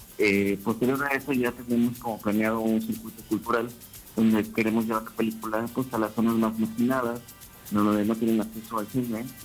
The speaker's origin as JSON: {"language": "Spanish", "town": "Tampico", "region": "Tamaulipas", "country": "Mexico", "tie": "born or raised there", "also_born_or_lived": "Campeche / Veracruz / Mexico City", "said": "A mí me tocó pues crecer en muchas ciudades, no nada más en Tampico. Nací en Tampico, pero me tocó crecer en Campeche, Veracruz, en la Ciudad de México. Pero mi gran parte de mi niñez fue en Tampico"}